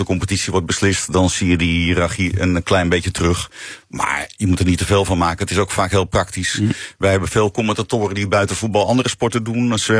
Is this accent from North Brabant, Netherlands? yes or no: no; Alkmaar, North Holland, Netherlands; Nee, ik heb in Alkmaar, waar ik opgroeide een paar jaar bij Alkmaarse Boys, prachtige club, mooie shirts, heb ik wel gevoetbald, maar ik ben ook wel weer vrij jong gestopt.